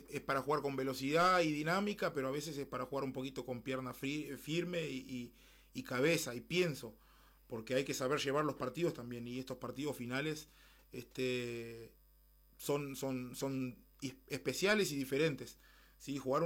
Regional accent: Tranqueras, Rivera, Uruguay; Y la verdad que me agrada mucho ver eso en mi pueblo, en nuestro estadio, la cantidad de jugadores, el dinamismo que existió.

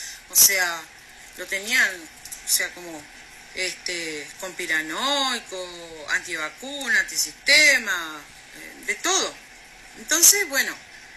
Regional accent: Uruguay; También somos uruguayos

